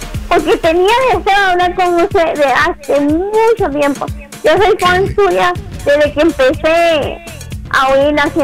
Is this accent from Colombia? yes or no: no; Puerto Rico; No, mi isla de Puerto Rico.